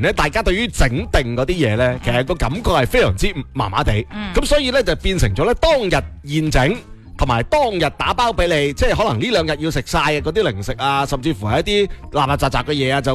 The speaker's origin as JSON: {"language": "Cantonese", "region": "Guangdong", "country": "China", "said": "有一啲我哋广东人好中意食嘅八宝粥"}